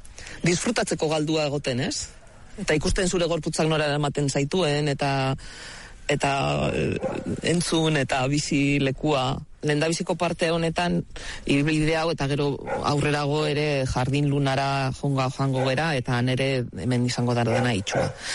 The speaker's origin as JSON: {"language": "Basque", "town": "Astigarraga", "region": "Basque Country", "country": "Spain", "tie": "born or raised there", "said": "Ni txikitan pentsatzen badet, ba nere oroitzapena beti daude Astigarragakoa naiz, Antillo Mendin, da belarretan, eta nola etxeak egiten genituen, eta, osea, nere haurtzaroa natura da."}